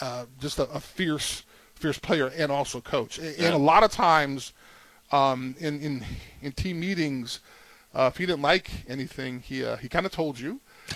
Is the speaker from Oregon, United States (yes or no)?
no; Chicago, Illinois, United States; growing up in Chicago